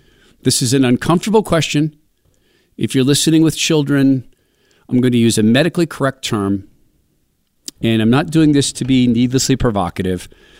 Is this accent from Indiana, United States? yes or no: yes; Indiana, United States; And that's in my home state of Indiana, St. Joseph County.